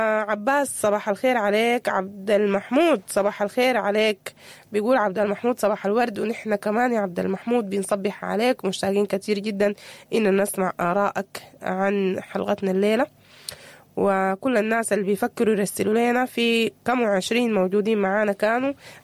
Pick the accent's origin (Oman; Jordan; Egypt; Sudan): Sudan; عبر أثير راديو سمر الراديو الذي يجمعنا كسودانيين على المحبة والترابط أينما كنا.